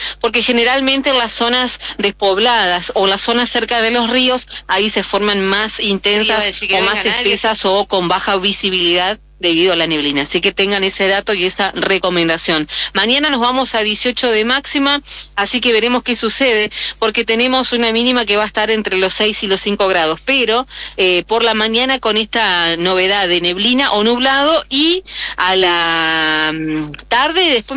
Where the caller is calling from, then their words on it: Argentina; Sí me voy a alegrar de que Argentina gane, por supuesto, porque soy argentina.